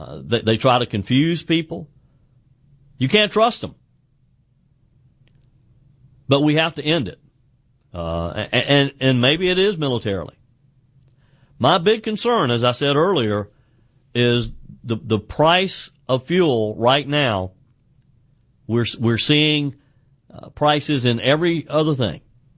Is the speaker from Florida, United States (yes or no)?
no; South Carolina, United States; here in my home state of South Carolina